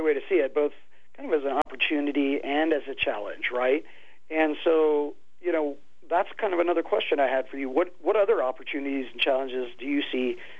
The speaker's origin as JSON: {"language": "English", "region": "North Carolina", "country": "United States", "tie": "born or raised there", "said": "I think where I grew up in North Carolina, right, you'd grow up, that was your school you'd go"}